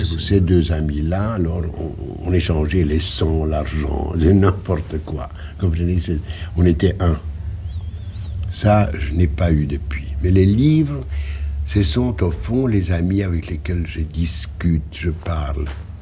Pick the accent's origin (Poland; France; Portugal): Poland; French is a second language; J'étais alors sujet russe. Oui. Je suis polonais.